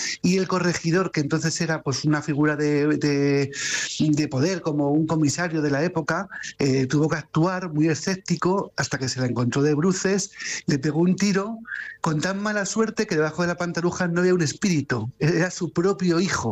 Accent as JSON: {"language": "Spanish", "town": "Alcázar de San Juan", "region": "Castilla-La Mancha", "country": "Spain", "said": "de mi pueblo, de Alcázar de San Juan"}